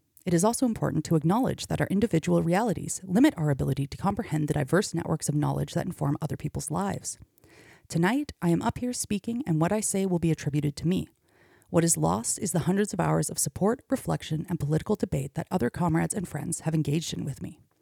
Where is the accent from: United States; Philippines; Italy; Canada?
Canada; Meadow Lake, Saskatchewan; now in Hamilton, Canada; I am Michif Cree. I do not know my clan. I'm from Saskatchewan, Meadow Lake specifically, and I now live in Dish With One Spoon territory in Hamilton.